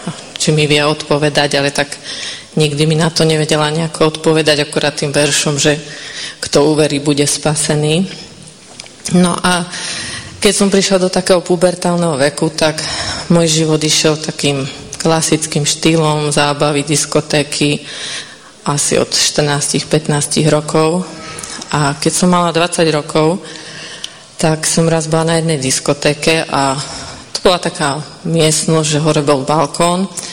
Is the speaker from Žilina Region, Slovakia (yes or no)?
yes; Krpeľany, Žilina Region, Slovakia; som z Krpenian a za pánom idem asi 19 rokov.